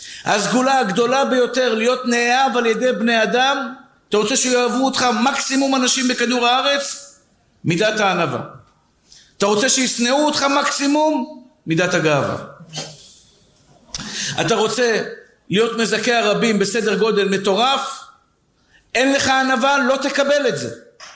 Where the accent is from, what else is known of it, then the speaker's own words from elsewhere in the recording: Tel Aviv, Tel Aviv District, Israel; נולדנו פשוטים. נולדתי בשכונת התקווה. אני מודה לבורא עולם על היחפנות שהייתה לי בשכונה.